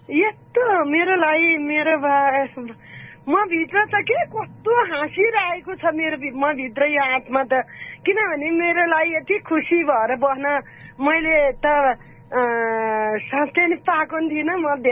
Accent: Gandaki Province, Nepal; पोखरा, लमजुङ, गोर्खा, तनहुँ, हामी उतैका हौँ, मलाई सरै भन्न आउँछ, भन्न मन लाग्छ।

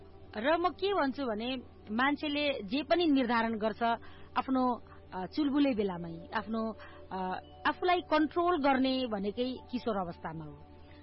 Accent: Biratnagar, Koshi Province, Nepal; मेरो बालापन, मेरो बाल्यकाल विराटनगर गहेली टोल वार्ड नम्बर 10 विराटनगरमा बित्यो।

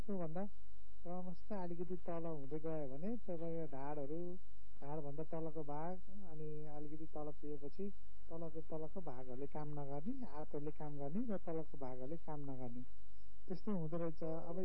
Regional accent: Pokhara, Gandaki Province, Nepal; मेरो घर चाहिँ पोखरा आठ सिमल चौरमा पर्छ।

